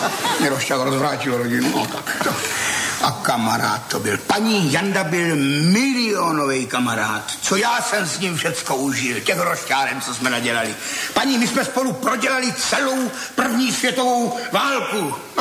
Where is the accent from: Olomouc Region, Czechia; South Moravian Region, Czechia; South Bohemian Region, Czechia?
South Moravian Region, Czechia; Brno; born or raised there